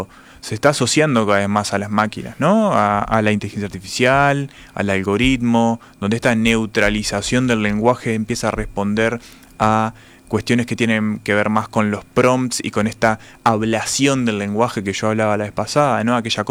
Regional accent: Uruguay; yo como lector uruguayo

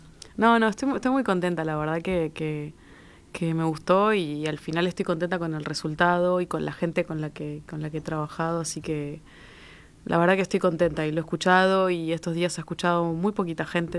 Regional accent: Maldonado, Uruguay; yo soy de Maldonado y fui con el liceo

